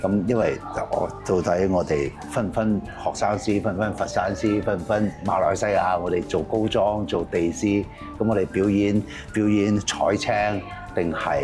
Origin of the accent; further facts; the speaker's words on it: Lingnan, China; 我們南方人也好、嶺南人也好，包括我們中華民族也好